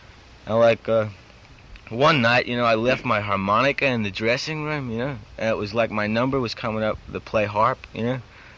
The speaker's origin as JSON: {"language": "English", "town": "Belfast", "region": "Northern Ireland", "country": "United Kingdom", "said": "It's a very musical town. I come from Belfast. There's a lot of musicians, you know."}